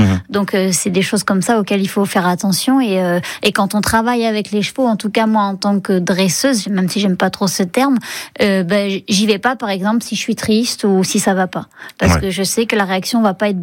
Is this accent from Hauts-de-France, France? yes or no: yes; Hauts-de-France, France; now in Brive area, France; Je suis picarde